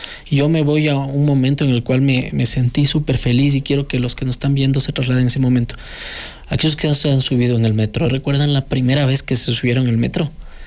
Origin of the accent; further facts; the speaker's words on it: Quito, Pichincha, Ecuador; Como quiteño, permítanme hablar aquí como quiteño